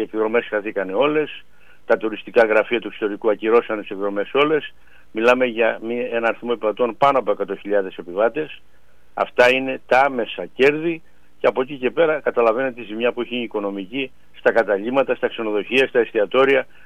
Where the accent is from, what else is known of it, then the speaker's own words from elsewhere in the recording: Kato Zachlorou, Western Greece, Greece; όπως λέμε και στο χωριό μου, στην Κάτω Ζαφλωρού